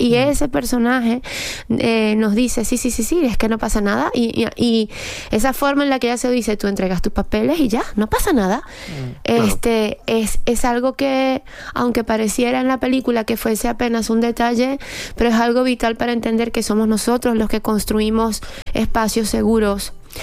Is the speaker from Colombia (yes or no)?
no; Venezuela; now in Spain; yo, como inmigrante venezolana, que ahora estoy nacionalizada aquí en España